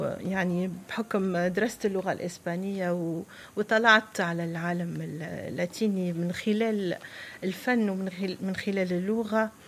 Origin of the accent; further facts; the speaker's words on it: Tunisia; accent: Tunisian; بلهجتنا احنا اللي قريبة لينا اللي هي يعني لهجتنا المستنسين بها اللي نحبها برشا